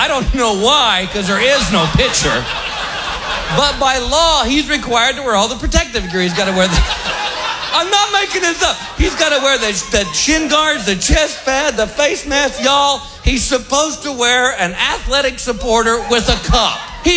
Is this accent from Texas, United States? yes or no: yes; Texas, United States; And I go, "Oh, I'm from Texas. We'll be the Texas Rangers."